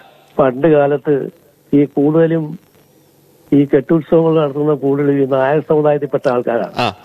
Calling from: Kollam, Kerala, India

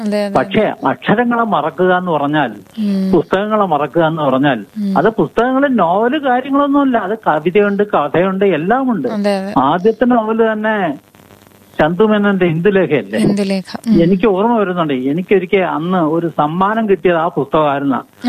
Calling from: Kollam, Kerala, India; കടപ്പാക്കടയിൽ നിന്നാണ്.

